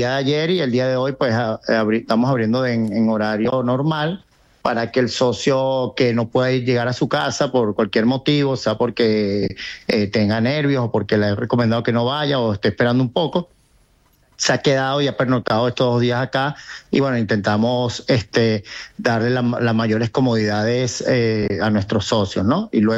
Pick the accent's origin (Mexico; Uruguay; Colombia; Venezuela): Venezuela; also born or lived in Tenerife, Spain; No, yo nací acá, mis padres sí son de Tenerife y Cuevas de los Vinos, yo tengo 55 años y nací acá, viví allá en Tenerife un tiempo, pero toda mi vida la he pasado acá y como soy venezolano.